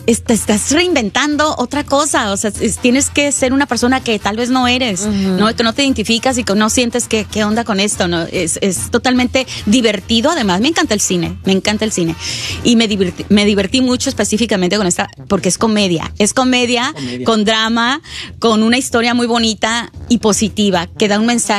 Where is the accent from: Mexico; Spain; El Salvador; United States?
United States; Los Angeles, California; Sí, sí, pues yo nací en Los Ángeles, uh-huh, y aquí crecí. Obviamente yo siempre hablé en español en casa porque así nos obligó mi mamá a hacerlo.